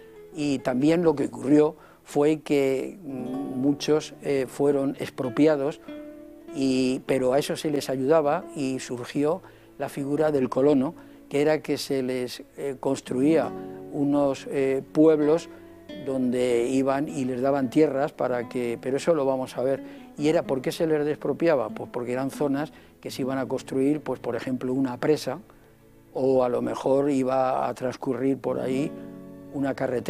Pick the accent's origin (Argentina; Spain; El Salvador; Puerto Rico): Spain